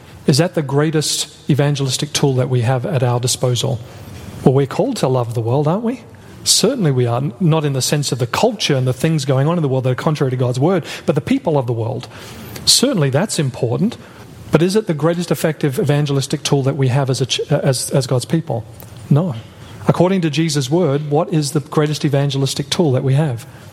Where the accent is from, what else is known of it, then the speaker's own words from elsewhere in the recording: Australia; also born or lived in Brazil / Canada; Of course, you know, I'm from Australia. And I've spent a little bit of time in Brazil and Canada.